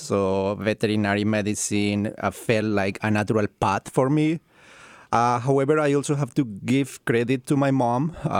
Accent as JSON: {"language": "English", "region": "Cundinamarca", "country": "Colombia", "tie": "born or raised there", "moved": "as an adult", "lives_now": "United States", "said": "I'm originally from Colombia and I grew up in a small town close to Bogota, that is the capital. And since I was a child, I was surrounded by farm animals."}